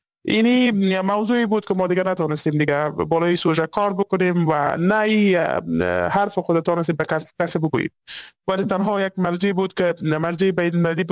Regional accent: Afghanistan; born there; چون من خودم یکی از در خانواده های البته افغانی به دنیا آمدیم،

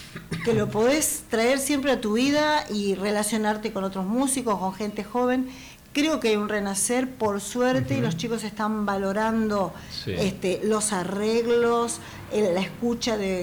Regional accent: La Plata, Buenos Aires Province, Argentina; now in Buenos Aires, Argentina; bueno, me vine de La Plata para Buenos Aires

